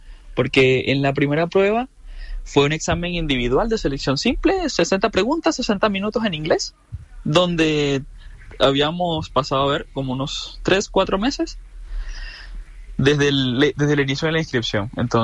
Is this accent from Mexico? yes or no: no; Venezuela; yo soy venezolano y tenía que tener el pasaporte